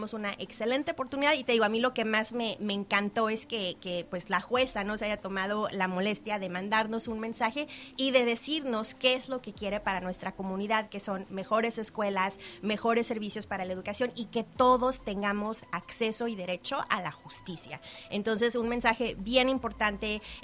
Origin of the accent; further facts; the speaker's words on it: Mexico; now in North Carolina, United States; yo soy de México